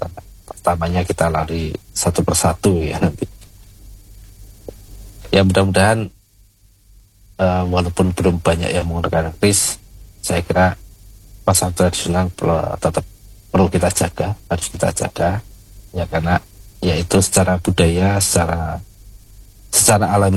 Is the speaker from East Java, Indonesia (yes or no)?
yes; Ponorogo, East Java, Indonesia; now in Yogyakarta, Indonesia; walaupun saya orang Ponorogo tinggal di Jogja